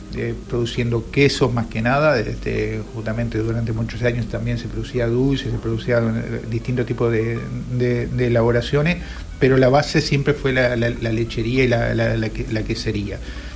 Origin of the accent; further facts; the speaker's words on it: Colonia, Uruguay; Todos los que somos de Colonia